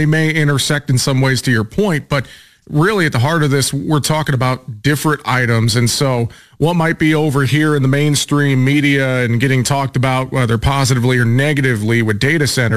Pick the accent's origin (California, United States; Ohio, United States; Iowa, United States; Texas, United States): Iowa, United States; moved away; I'm excited to be there and back in my home state of Iowa.